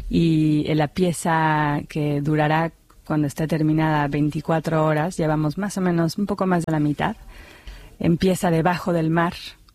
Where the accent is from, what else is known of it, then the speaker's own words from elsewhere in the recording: Mexico; now in New York, United States; Mira, siendo mexicana y ahora habiendo vivido tanto tiempo en Estados Unidos, siempre me tengo que estar disculpando o por una cosa o por la otra.